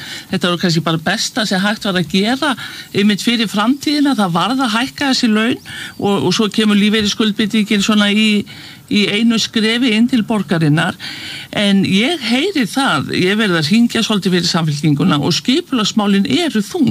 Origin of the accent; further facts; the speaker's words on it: Reykjavík, Capital Region, Iceland; en ég hef aldrei skilið það sem Breiðhyltingur.